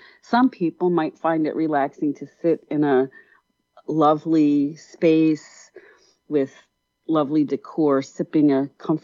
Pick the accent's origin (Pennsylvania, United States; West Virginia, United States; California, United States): Pennsylvania, United States; Philadelphia; The radio show where I grew up in Philly called it Gonzo Friday, and they did wear Hawaiian shirts.